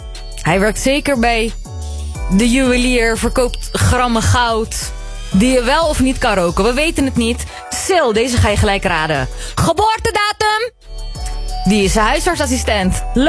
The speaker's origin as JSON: {"language": "Dutch", "country": "Netherlands", "said": "Wij als Nederlanders hebben ook echt een klaagcultuur."}